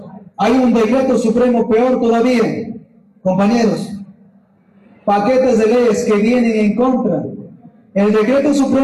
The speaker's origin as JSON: {"language": "Spanish", "country": "Bolivia", "said": "como bolivianos y bolivianas"}